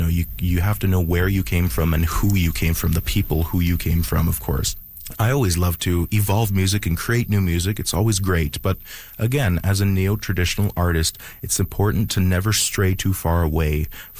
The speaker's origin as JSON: {"language": "English", "town": "Sucker Creek", "region": "Alberta", "country": "Canada", "said": "I'm from Sucker Creek, but Big Stone is, I have lots of family from there."}